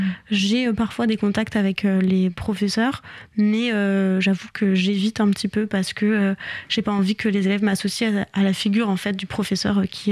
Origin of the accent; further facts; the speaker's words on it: Bourgogne-Franche-Comté, France; moved away; Moi, à la base, je viens donc de Bourgogne